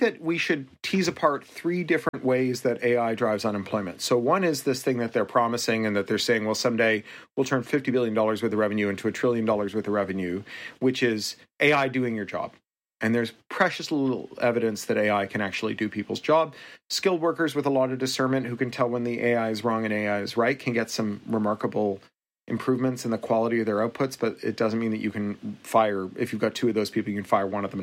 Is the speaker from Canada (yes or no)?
yes; Canada; I'm also Canadian, like all the best Americans.